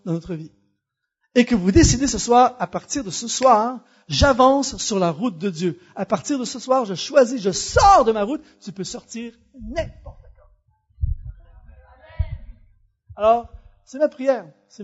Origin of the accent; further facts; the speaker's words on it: Canada; chez nous au Canada